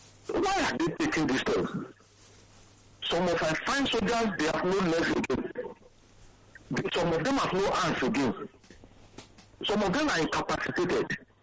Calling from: Ikeja, Lagos, Nigeria; I'm calling from Ikoja.

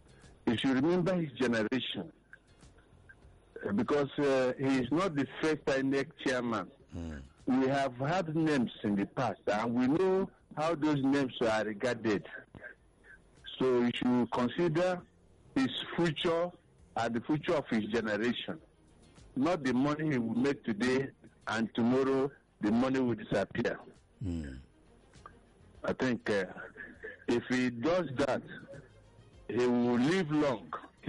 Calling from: Nigeria; I'm calling from Idumu.

